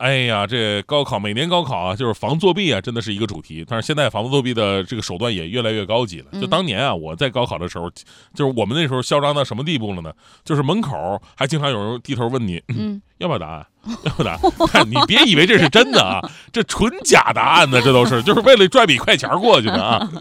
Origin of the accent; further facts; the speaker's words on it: Northeast China, China; 作为一个东北人